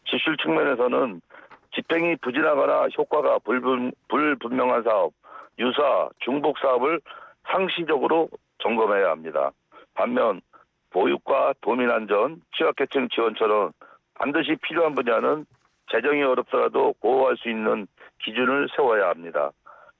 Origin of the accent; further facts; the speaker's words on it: Anseong, Gyeonggi Province, South Korea; 네, 안성에서 태어나고 지금까지 안성을 지키고 있습니다.